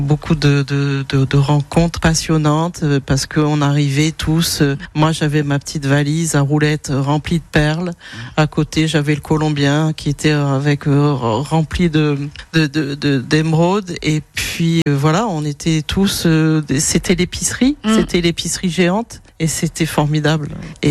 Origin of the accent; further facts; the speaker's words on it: Bidart, Nouvelle-Aquitaine, France; j'ai 58 ans et je suis de Bidart.